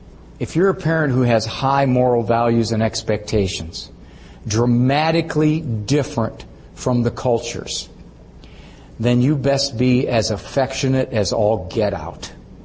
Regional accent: Cleveland, Ohio, United States; Actually, I'm from Cleveland.

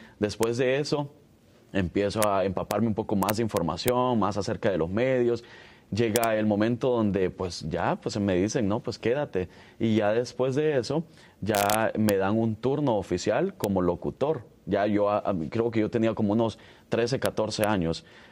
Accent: Nueva Concepción, Chalatenango, El Salvador; born or raised there; now in Alabama, United States

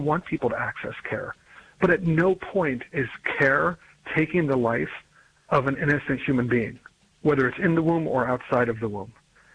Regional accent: Virginia, United States; and in my home state of Virginia, we see this coming November

